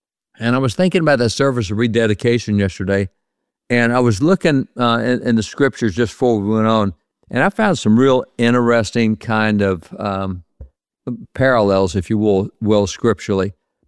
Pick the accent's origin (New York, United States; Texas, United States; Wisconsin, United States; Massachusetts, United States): Texas, United States; as a Texan